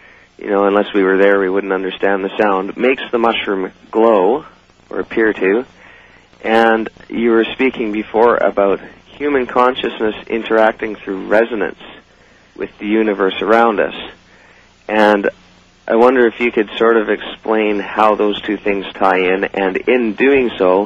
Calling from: Nanaimo, British Columbia, Canada; I'm in Nanaimo, B.C.

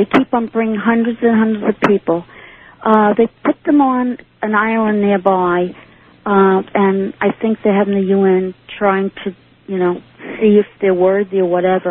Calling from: New York City, New York, United States; I'm from New York City.

